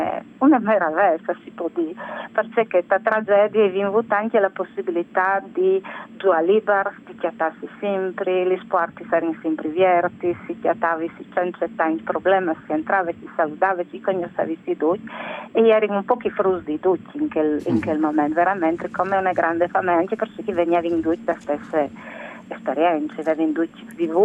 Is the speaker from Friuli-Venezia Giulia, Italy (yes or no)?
yes; Gemona del Friuli, Friuli-Venezia Giulia, Italy; io sono di Glemone